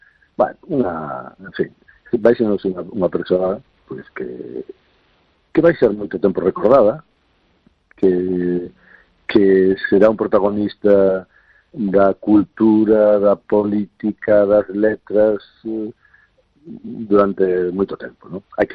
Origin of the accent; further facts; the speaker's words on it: Galicia, Spain; o seu altísimo nivel reflicte o que somos como galegos e galegas, ¿no?